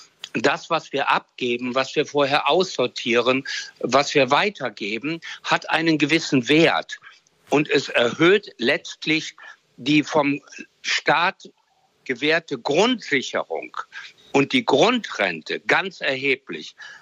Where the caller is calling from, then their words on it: Lower Saxony, Germany; jedenfalls in Niedersachsen, ich komme aus Niedersachsen